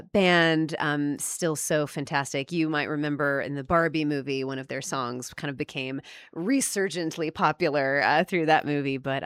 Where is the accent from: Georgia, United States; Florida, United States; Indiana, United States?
Georgia, United States; Decatur; so they are from my hometown of Decatur, Georgia.